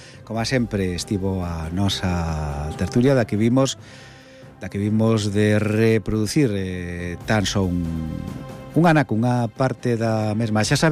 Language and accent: Galician; Galicia, Spain; somos galegos, mexemos no monte